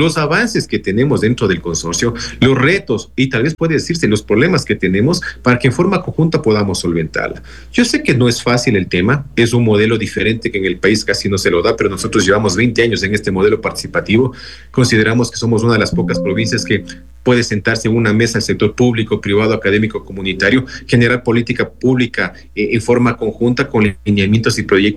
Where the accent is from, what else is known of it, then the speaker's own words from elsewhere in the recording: Riobamba, Chimborazo, Ecuador; Yo llevo acá en la prefectura casi 21 años. Bueno, yo soy de Riobamba, trabajo acá ya 21 años.